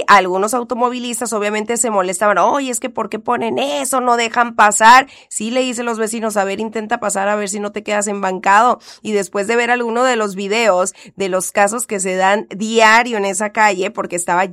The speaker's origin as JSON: {"language": "Spanish", "country": "Mexico"}